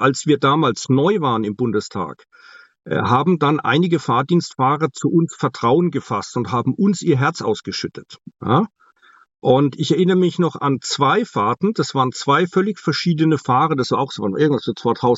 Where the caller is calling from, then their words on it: Bavaria, Germany; Ich komme aus Bayern.